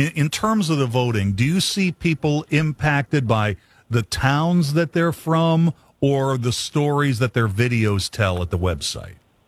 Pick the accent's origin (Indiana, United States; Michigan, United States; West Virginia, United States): West Virginia, United States; Bridgeport; So I grew up in Bridgeport